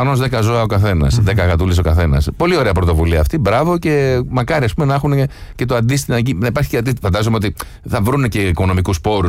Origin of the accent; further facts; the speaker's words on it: Syros, South Aegean, Greece; στην πατρίδα μου τη Σύρο